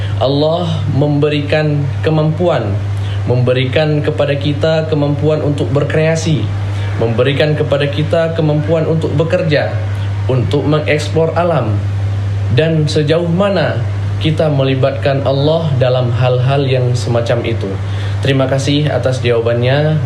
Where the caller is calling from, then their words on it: Aceh, Indonesia; Saya berasal dari Aceh